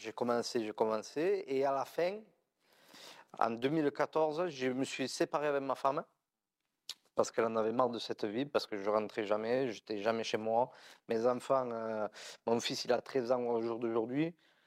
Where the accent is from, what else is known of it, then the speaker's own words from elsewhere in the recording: Narbonne, Occitanie, France; Donc du coup, après à l'âge de 12-13 ans, j'ai voulu suivre mon père sur Sigean. Parce qu'à la base, j'étais de Narbonne.